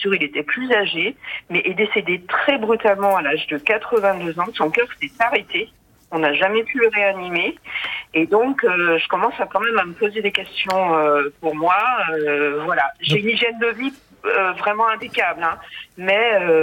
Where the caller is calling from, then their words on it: Île de Ré, Nouvelle-Aquitaine, France; je vous appelle de l'île de Ré.